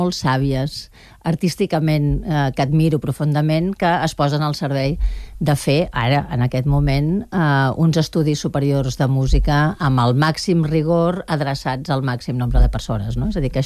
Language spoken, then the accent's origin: Catalan; Barcelona, Catalonia, Spain; jo soc de Nou Barris